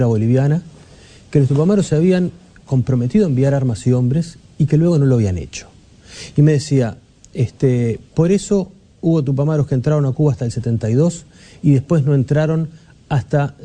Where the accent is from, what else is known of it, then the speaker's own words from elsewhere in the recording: Uruguay; Me dijo, ¿sos de Uruguay? Sí